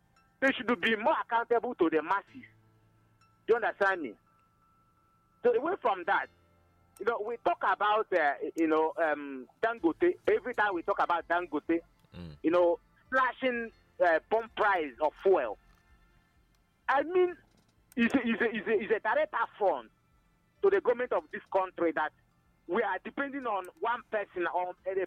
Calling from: Inyaba, Ebonyi, Nigeria; I'm reaching you from Nkomo Road, which is located in Inyaba, Development Center of Ebonyi State.

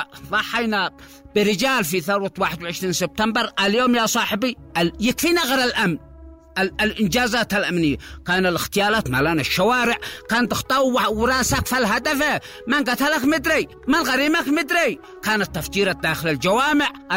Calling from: Sanaa, Amanat Al Asimah, Yemen; عندنا في صنعاء

